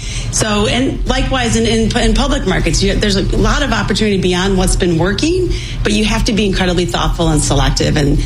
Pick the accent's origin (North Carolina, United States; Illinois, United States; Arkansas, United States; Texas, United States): Illinois, United States; Chicago; I grew up really close to Wrigley Field, and I grew up on the South Side. Went to Mother Macaulay High School.